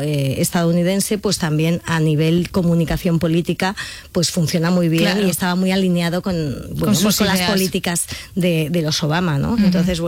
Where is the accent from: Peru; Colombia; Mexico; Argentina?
Colombia; siendo colombiana, debía ser embajadora de la moda colombiana